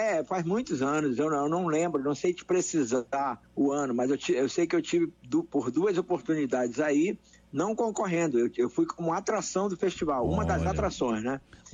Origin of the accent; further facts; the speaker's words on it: Manaus, Amazonas, Brazil; also born or lived in Nova Olinda do Norte, Brazil; Eu sou natural de Nova Olinda do Norte, no interior do Amazonas, mas com poucos dias de nascido, meus pais retornaram a Manaus, então eu sou muito mais manauara que novolindense, né? Eu fui praticamente adotado por Manaus. Então, quando criança ainda, com poucos dias de nascido, eu retornei a Manaus, mas eu nasci em Nova Olinda